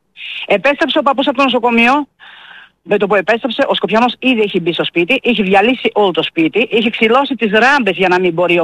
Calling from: Greece; Και εγώ σαν Ελληνίδα που είμαι

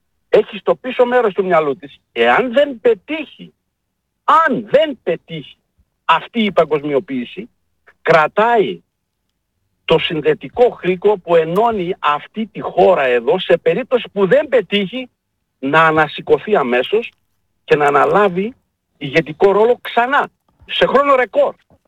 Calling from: Hanover, Lower Saxony, Germany; από Ανόβερα. Σας χαιρετώ όλους.

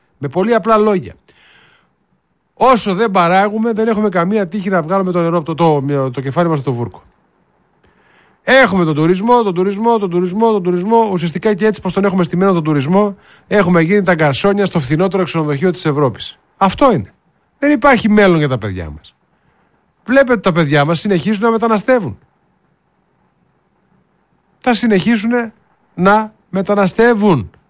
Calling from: Chalcis, Central Greece, Greece; από Χαλκίδα.

